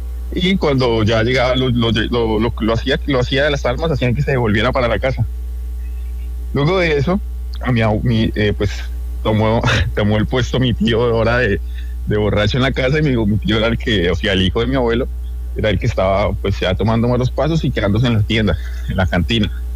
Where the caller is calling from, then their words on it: Boyacá, Colombia; Yo soy de Boyacá.